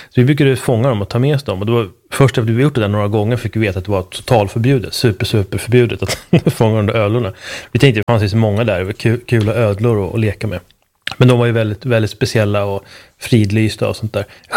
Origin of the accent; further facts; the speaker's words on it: Uppsala, Uppsala County, Sweden; när man är född och uppvuxen i Uppsala